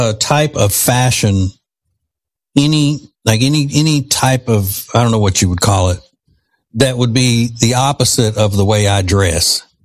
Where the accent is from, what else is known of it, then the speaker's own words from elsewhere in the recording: Louisiana, United States; Yeah, but we used to call that when I was growing up in Louisiana, we call that flooding.